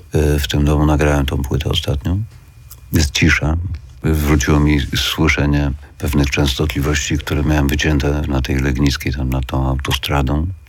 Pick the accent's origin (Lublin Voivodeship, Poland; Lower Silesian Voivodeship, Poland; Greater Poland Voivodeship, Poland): Lower Silesian Voivodeship, Poland; Wrocław; born there; Mieszkałem na wsi. Chociaż urodziłem się we Wrocławiu, rodzice wtedy mieszkali na Placu Solnym.